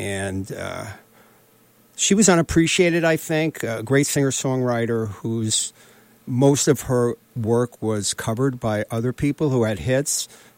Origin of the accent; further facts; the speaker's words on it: New York, United States; growing up in New York